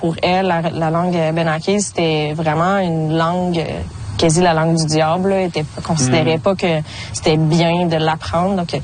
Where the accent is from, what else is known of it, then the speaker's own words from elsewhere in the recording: Odanak, Quebec, Canada; Oui, j'ai grandi à Odanak.